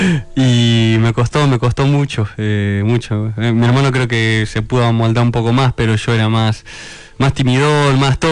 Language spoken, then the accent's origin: Spanish; Buenos Aires, Argentina; born there; also born or lived in Monte Grande, Buenos Aires Province; yo nací acá en el barrio La Boca, en la Argerich. Después, en el año 97, después mis viejos se van para Monte Grande, zona sur. Ahí va. Estaba mi abuelo. Y de ahí hasta los 9 años... estuve viviendo ahí, en zona sur.